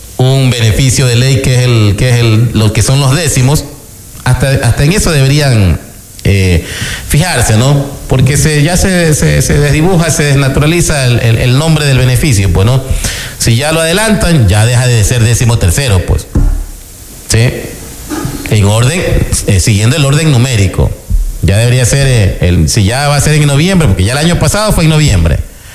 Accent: La Libertad, Santa Elena, Ecuador; No, yo soy de la Libertad.

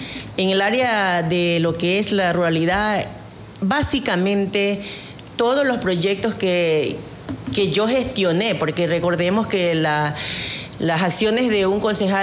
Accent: Guayaquil, Guayas, Ecuador; born there; also born or lived in Quevedo; now in San Carlos, Ecuador; yo nací precisamente en Guayaquil, imagínese, pero da la casualidad que mis padres emigraron aquí a esta ciudad de Quevedo

